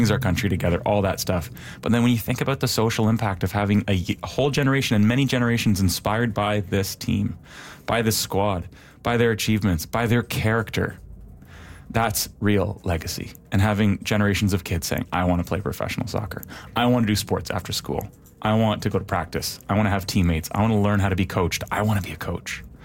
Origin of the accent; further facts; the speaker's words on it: Oakville, Ontario, Canada; When I was a kid growing up in Oakville, Ontario, I played, very, very low level, like house league soccer.